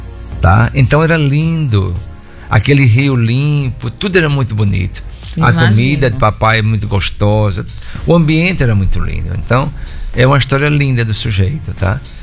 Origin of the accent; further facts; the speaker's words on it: Mossoró, Rio Grande do Norte, Brazil; Eu sou moçoroense. Meu pai é cearense, minha mãe é paraibana. Moravam num sítio na Paraíba.